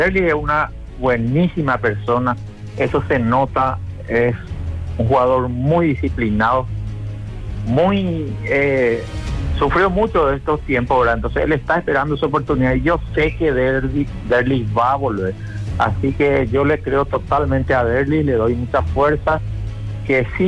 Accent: San Lorenzo, Central, Paraguay; soy de San Lorenzo, Bruno.

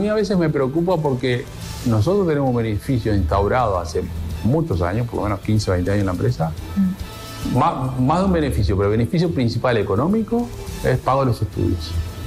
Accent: Uruguay; also born or lived in Paraguay; Arranqué como uruguayo paraguayo que soy

